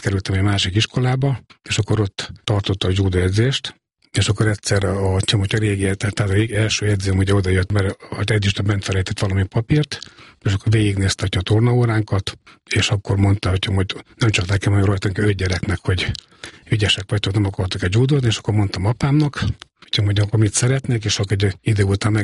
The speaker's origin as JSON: {"language": "Hungarian", "town": "Miskolc", "region": "Borsod-Abaúj-Zemplén", "country": "Hungary", "tie": "born there", "said": "Miskolcon születtem 1965-ben"}